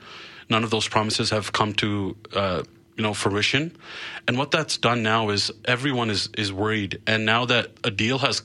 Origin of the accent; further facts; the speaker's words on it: Calgary, Alberta, Canada; I am blessed enough to be able to represent the riding that I grew up